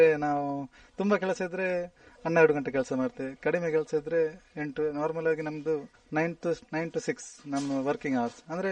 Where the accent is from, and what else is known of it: Karnataka, India